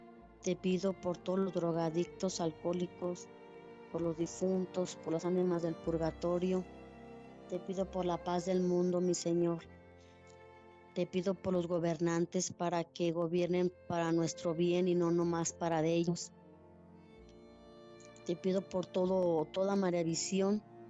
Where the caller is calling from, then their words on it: Ocotlán, Jalisco, Mexico; De aquí de Ocotlán, Jalisco.